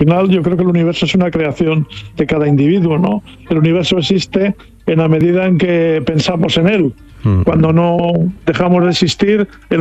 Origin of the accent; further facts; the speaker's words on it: Miranda de Ebro, Castile and León, Spain; muchos recuerdos de mi infancia en Miranda, cuando iba al Ebro con mis amigos a bañarme, los veranos, el fútbol en las campas, en las eras, como se decía en Miranda, esa época en la que tenía 10 o 12 años